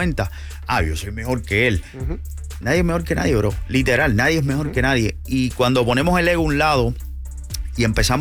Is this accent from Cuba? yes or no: yes; Cuba; now in Tampa, United States; soy cubano